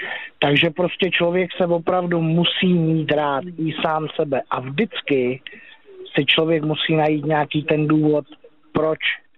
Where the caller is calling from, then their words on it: Teplice, Ústí nad Labem Region, Czechia; se vracím z Prahy domů, já jsem z Teplic